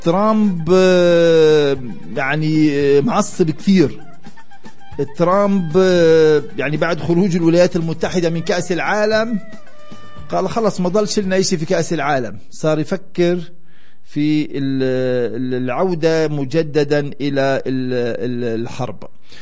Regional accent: Palestine

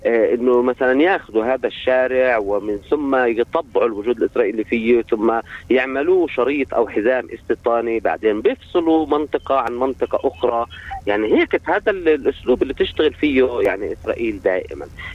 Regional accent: Palestine; كيف إحنا بنشوفه كفلسطينيين

